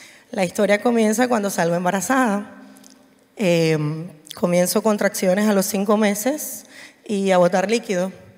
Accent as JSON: {"language": "Spanish", "country": "Venezuela", "said": "Yo vengo de Venezuela."}